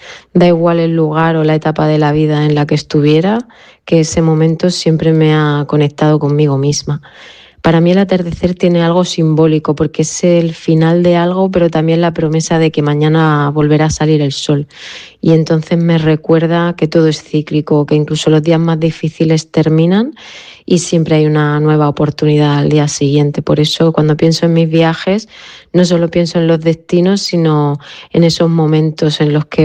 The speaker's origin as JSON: {"language": "Spanish", "region": "Ceuta", "country": "Spain", "tie": "born or raised there", "said": "yo soy de Ceuta"}